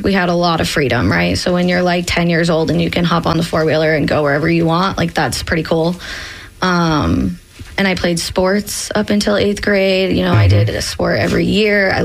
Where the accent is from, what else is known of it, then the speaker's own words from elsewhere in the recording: Vermont, United States; also born or lived in Burlington, Vermont; I was born in Burlington, Vermont, and I grew up about 30 minutes away in a town where everybody hunts and fishes and four-wheelers and stuff like that. We live by the lake.